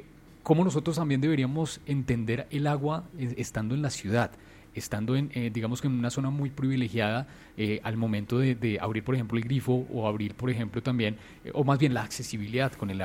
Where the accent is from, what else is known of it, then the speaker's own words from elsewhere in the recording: Bogotá, Bogotá D.C., Colombia; como capitalinos, como bogotanos